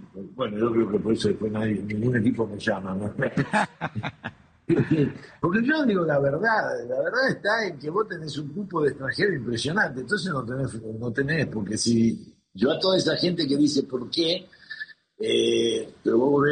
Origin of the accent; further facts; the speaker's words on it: Mexico; yo lo que estoy pensando es como mexicano, de cómo podemos mejorar.